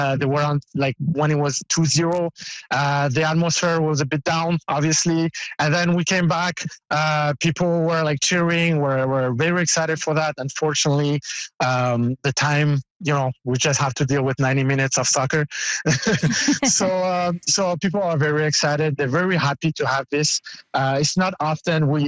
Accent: Canada; people there know that I'm foreign, you know, I'm Canadian.

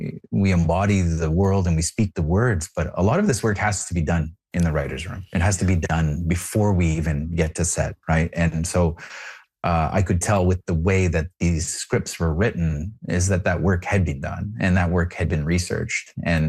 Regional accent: Toronto, Ontario, Canada; born there; like I was born in Toronto, you know, but I grew up in community.

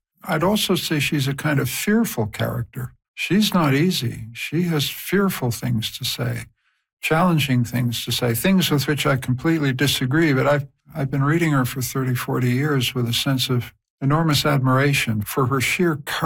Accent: Canada; now in Vienna, Austria; I'm a Canadian professor of historical studies at Central European University in Vienna.

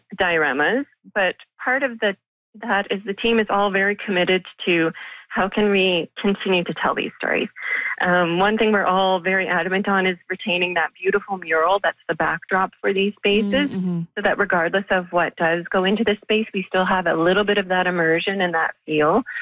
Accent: Winnipeg, Manitoba, Canada; I was born and raised here in Winnipeg, so I grew up with this museum.

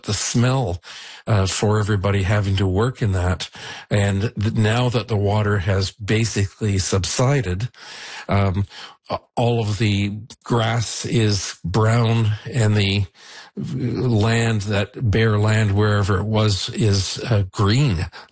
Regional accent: Niagara-on-the-Lake, Ontario, Canada; I grew up in Niagara on the Lake for 69 years. So it's, yeah, my entire life.

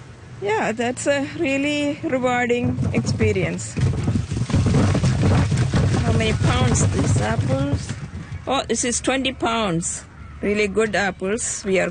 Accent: India; Yeah, I grew up in India.

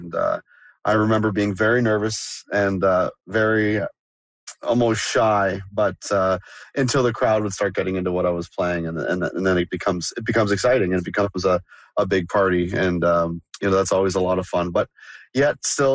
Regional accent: North Bay, Ontario, Canada; growing up in North Bay was a huge military city. So I was around a lot of aviation, a lot of music, and a lot of hockey.

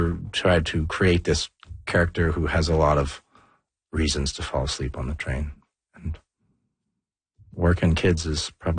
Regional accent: Toronto, Ontario, Canada; I grew up in Toronto downtown. I took the subway a lot.

